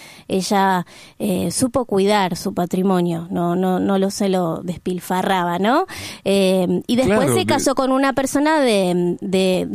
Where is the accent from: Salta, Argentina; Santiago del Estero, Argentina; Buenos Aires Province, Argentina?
Buenos Aires Province, Argentina; Mar del Plata; moved away as an adult; now in Buenos Aires, Argentina; Soy de Mar del Plata y estudié allá.